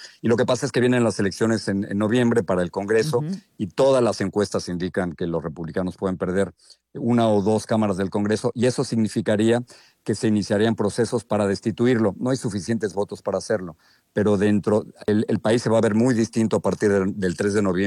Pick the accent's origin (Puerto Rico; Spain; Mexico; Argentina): Mexico; now in United States